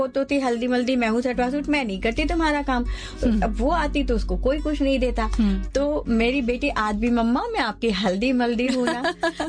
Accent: Rajasthan, India; बचपन में और बेटे को भी एक कहानी सुनाती थी, हम लोग मारवाड़ी हैं

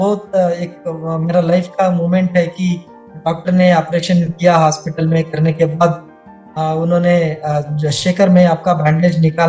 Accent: Shimoga, Karnataka, India; बैंगलोर से और मेरा गाँव शिमोगा आने के बाद

